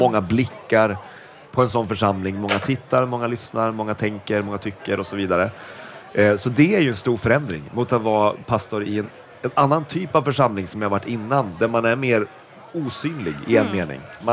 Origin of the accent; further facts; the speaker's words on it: Norrland, Sweden; moved away as an adult; also born or lived in Småland; now in Stockholm, Sweden; Jag är från Norrland egentligen. Mm. Så jag är uppvuxen i norra Sverige.